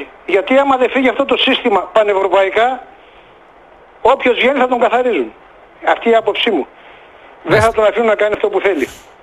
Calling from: Greece; από Ποτήρια.

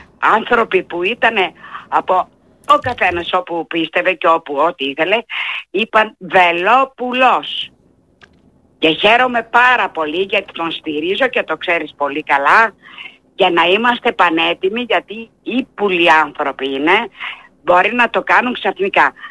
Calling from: Macedonia, Greece; Σαν γνήσια Μακεδόνισσα και Πόντια

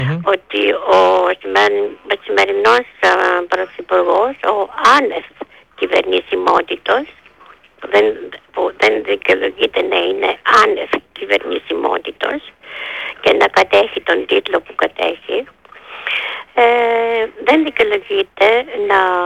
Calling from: Thessaloniki, Central Macedonia, Greece; Εδώ στη Θεσσαλονίκη.

